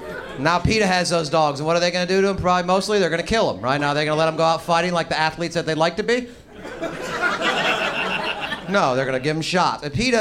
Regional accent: Atlanta, Georgia, United States; I'm from Atlanta, so my football season was over many, many, many, many weeks ago.

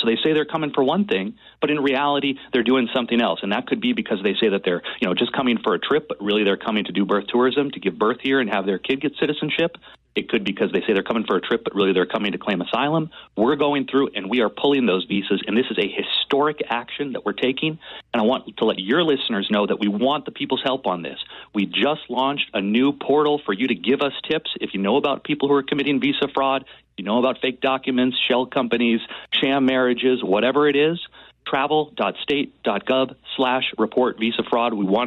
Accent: Arizona, United States; I'm from Arizona, and even that's pretty fraught

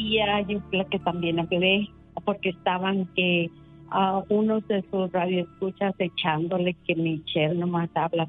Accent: Mexico; yo amo México, es mi tierra

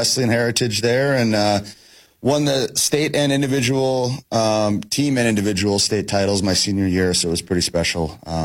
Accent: St. Michael, Minnesota, United States; Yeah, I grew up in St. Michael. We were just talking about that. Born and raised.

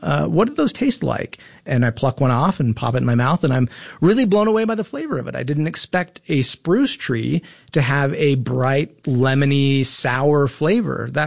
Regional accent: Utah, United States; I'm from Utah. I spent a lot of time in the mountains

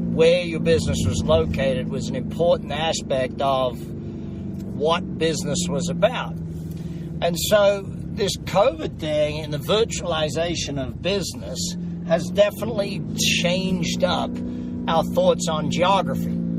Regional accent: Australia; get all my skin checked for those cancers growing up in Australia.

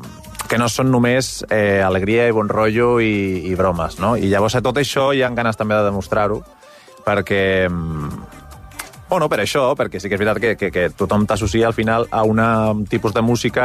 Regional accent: Tarragona, Catalonia, Spain; also born or lived in Valladolid; Jo vaig néixer a Valladolid. D'acord. Però portava 2 setmanes de vida i ja estava aquí a Tarragona. Llavors, primer que ja t'has criat aquí amb la cultura catalana.

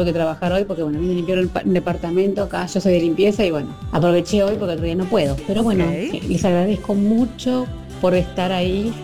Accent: Tucumán, Argentina; Bueno, yo soy tucumana. Sí. No estoy viviendo allá, pero bueno, me encanta Tucumán, amo Tafí del Valle especialmente.

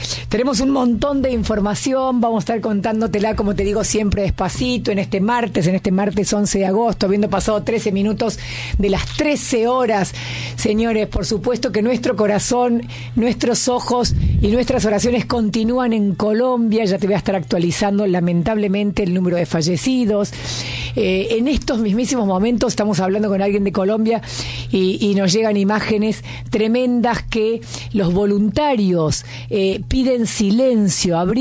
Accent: Argentina

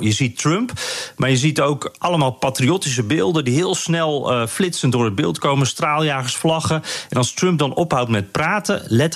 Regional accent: Netherlands; als Nederlander die hier van buiten naar kijkt.

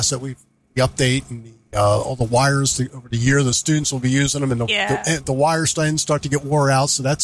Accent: Philadelphia, Pennsylvania, United States; now in Florida, United States; I'm from Philly, so in theory, this doesn't bother me, but I don't know. Maybe I've been in Florida too long.

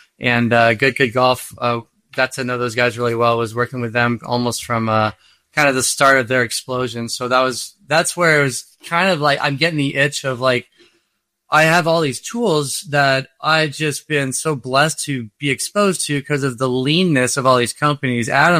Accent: Canada; born there; So I was born in Canada, had to go through, get my citizenship to get clearance to work for a defense company.

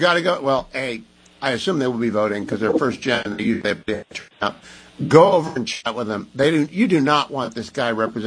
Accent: Warren, Ohio, United States; I know Warren, Michigan, because I'm from Warren, Ohio, and there's a Warren, Pennsylvania.

